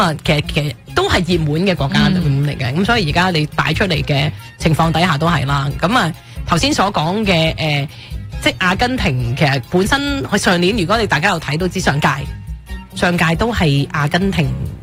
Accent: Hong Kong; moved away; 因为我哋都系嗰喺香港长大㗎嘛。咁我哋香港长大，我哋当时都系移民前㗎嘛。咁我哋系港英政府嘅英籍时代㗎嘛。

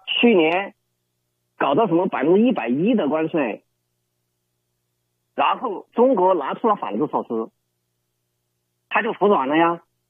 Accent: Canada; 我们加拿大人要做好过紧日子的准备了

